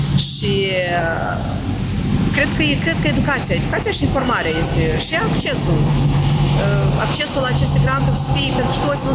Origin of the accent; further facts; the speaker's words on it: Călărași District, Moldova; moved away; eu sunt din raionul Călăraș, original.